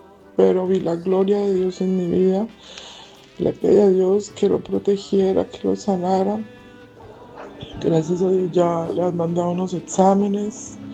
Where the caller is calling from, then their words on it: Spain; Me encuentro aquí en España. Yo trabajo